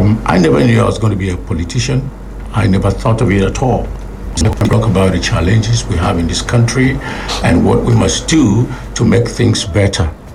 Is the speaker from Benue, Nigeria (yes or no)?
yes; Vandeikya, Benue, Nigeria; as you rightly pointed out. I am from Sambaduko in Vandika local government of Benue State.